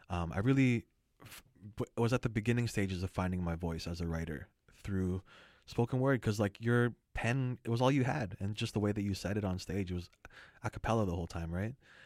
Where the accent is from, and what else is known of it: Surrey, British Columbia, Canada; born or raised there; also born or lived in Vancouver